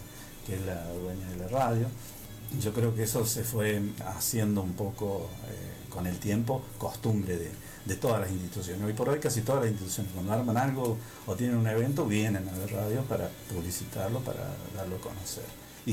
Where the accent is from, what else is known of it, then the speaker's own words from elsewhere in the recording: Alpa Corral, Córdoba, Argentina; Soy serrano por naturaleza, nací acá en Alpacorral justamente. Mi infancia, mi niñez fue transcurrida en la sierra, en plena sierra, allá cerca de las tapias, un poco más arriba, en el campo que tenía mi abuelo. Yo me crié con mis abuelos.